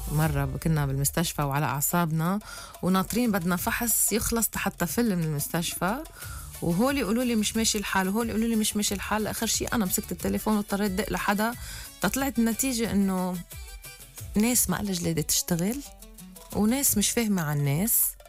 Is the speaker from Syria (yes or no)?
no; Lebanon; نحنا كلبنانية